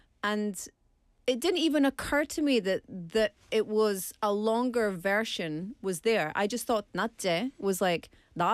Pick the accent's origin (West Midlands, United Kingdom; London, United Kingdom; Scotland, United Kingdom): Scotland, United Kingdom; accent: Scottish; Now, I know that both of you can hear my accent and tell that I'm from Scotland.